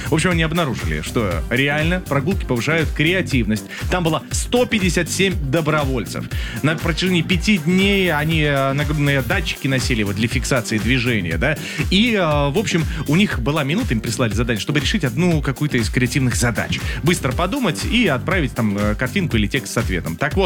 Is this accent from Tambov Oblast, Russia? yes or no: no; Yaroslavl, Yaroslavl Oblast, Russia; Я из Ярославля, да. У меня другие традиции.